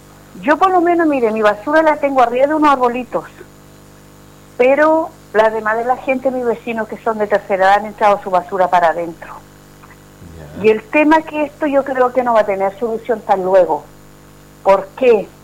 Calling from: Biobío, Chile; Aquí en Población Berta, en calle Carlos Manrique, que es una calle principal

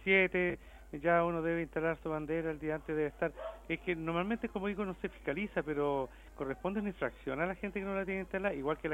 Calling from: San Carlos, Ñuble, Chile; De San Carlos

